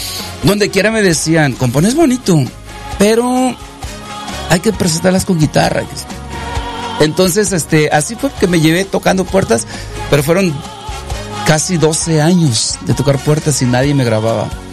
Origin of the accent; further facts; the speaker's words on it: Chiapas, Mexico; soy compositor y vengo de Chiapas.